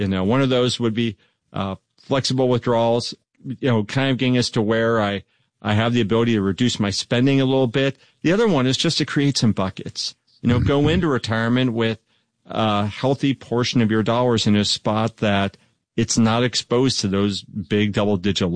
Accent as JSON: {"language": "English", "town": "Dallas", "region": "Texas", "country": "United States", "tie": "born or raised there", "lives_now": "Northwest, United States", "said": "I grew up in Dallas, Texas, and up here in the Northwest now, but a lot of people had pools."}